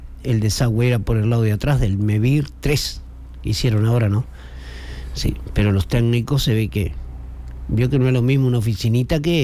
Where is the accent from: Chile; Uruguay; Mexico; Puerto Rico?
Uruguay; Achar, Tacuarembó; Yo, como vengo de Achar